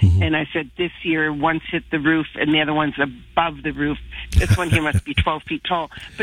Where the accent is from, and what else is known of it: British Columbia, Canada; born or raised there